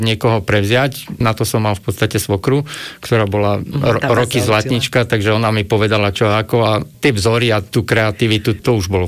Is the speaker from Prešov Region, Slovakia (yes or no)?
no; Spišská Nová Ves, Košice Region, Slovakia; ja som zo Spiskej Novej Vsi